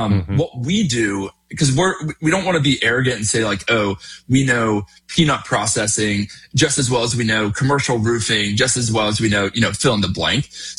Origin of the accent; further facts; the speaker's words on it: North Carolina, United States; I'm from Eastern North Carolina, so Winston-Salem isn't too far away.